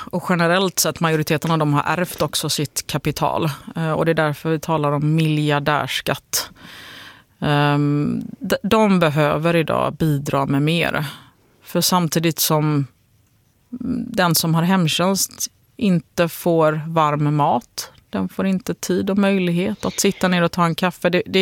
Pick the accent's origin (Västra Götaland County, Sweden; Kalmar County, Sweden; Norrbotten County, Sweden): Västra Götaland County, Sweden; Gothenburg; Det är jag väldigt glad över som gammal göteborgare.